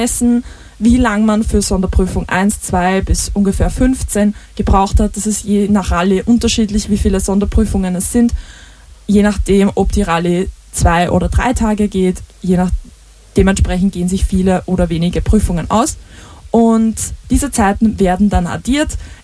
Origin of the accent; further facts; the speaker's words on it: St. Pölten, Lower Austria, Austria; ich bin aus St. Pölten und wir kennen Schnee eigentlich nur noch fast aus Geschichten oder Kindheitserinnerungen.